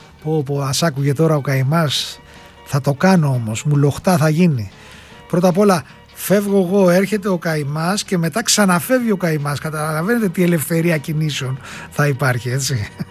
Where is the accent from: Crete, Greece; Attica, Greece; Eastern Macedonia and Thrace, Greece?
Eastern Macedonia and Thrace, Greece; Alexandroupoli; από Αλεξανδρούπολη.